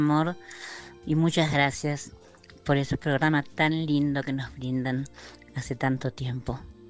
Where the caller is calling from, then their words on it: Tilcara, Jujuy, Argentina; de Tilcara.